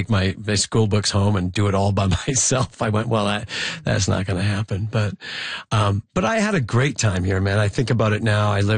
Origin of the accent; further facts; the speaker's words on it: Regina, Saskatchewan, Canada; often you get this inferiority complex that, I'm from Regina, no one from Regina is going to be able to break out of this town and all